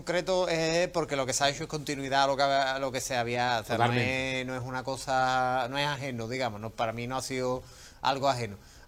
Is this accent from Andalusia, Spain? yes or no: yes; Cádiz, Andalusia, Spain; born there; Yo nací en Cádiz, mira la cara que tengo.